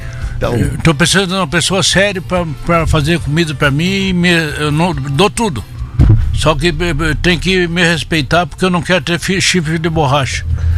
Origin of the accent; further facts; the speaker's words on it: Fontoura Xavier, Rio Grande do Sul, Brazil; moved away; Natural de Fontoura Xavier, nasci e criei em Fontoura Xavier, mas o mundo me ensinou a viver, me criei no mundo.